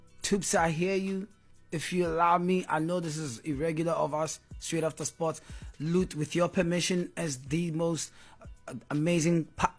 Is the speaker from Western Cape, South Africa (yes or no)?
no; Sharpeville, Gauteng, South Africa; I'm from Sharpeville.